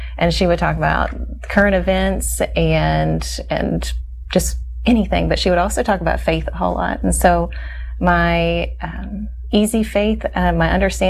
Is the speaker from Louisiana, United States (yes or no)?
no; Kentucky, United States; I grew up in Eastern Kentucky, and like so many people there, I was Baptist and had a wonderful church that I grew up in.